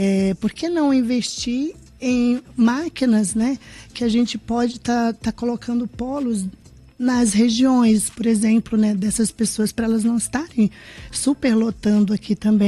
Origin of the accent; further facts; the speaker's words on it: Roraima, Brazil; moved away as an adult; now in Lages, Brazil; eu vim de Roraima, eu casei com um lagiano, né? Como ele diz, né? Me trouxe lá, foi me buscar no meio do mato, né?